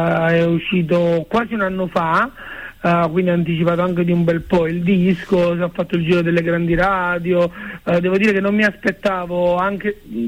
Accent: Campania, Italy; now in Milan, Italy; Io sono del Cilento, sì, però vivo da tanti anni a Milano.

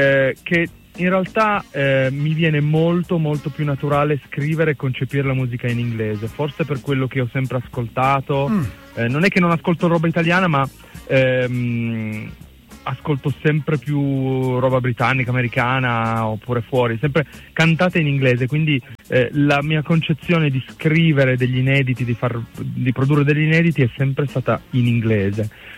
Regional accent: Cuneo, Piedmont, Italy

